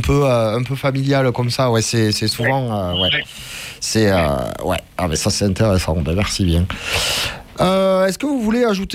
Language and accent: French; Occitanie, France; je viens de l'Aveyron, moi, on a la réputation d'être un peu radin.